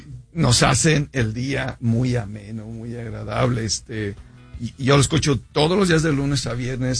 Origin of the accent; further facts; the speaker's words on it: Los Reyes, Michoacán, Mexico; now in Salt Lake City, United States; Yo soy originario de Los Reyes, Michoacán.